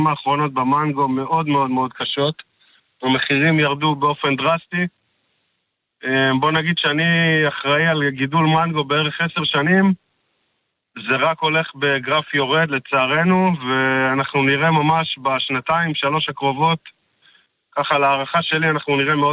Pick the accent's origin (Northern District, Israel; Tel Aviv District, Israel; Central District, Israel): Northern District, Israel; Ma'agan; moved away as an adult; now in Tel Katzir, Israel; אני בן 36, אני מקיבוץ מעגן.